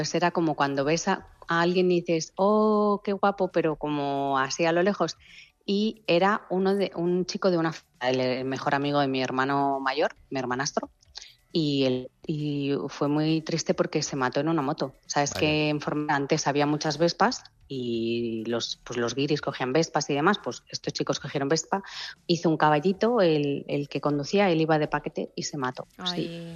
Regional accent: Madrid, Community of Madrid, Spain; Sí, somos de Madrid. Yo vivo en Madrid, pero paso muchísimo tiempo entre Ibiza y Formentera.

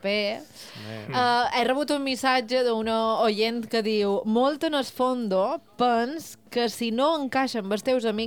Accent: Bunyola, Balearic Islands, Spain; És a dir, de, jo sóc de Bunyola, de qualcú de Manacor.

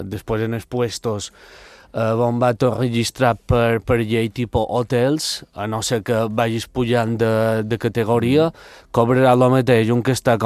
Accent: Balearic Islands, Spain; Sí, jo xerro italià, no t'he dit perfecte, però molta gent, ostres, i de què part d'italià era? No, jo soc mallorquí

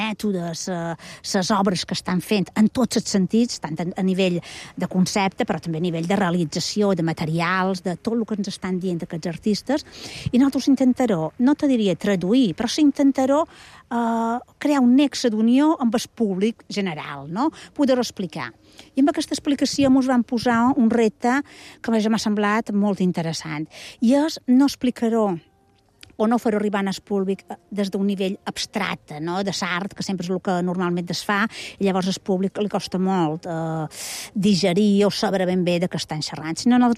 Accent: Balearic Islands, Spain

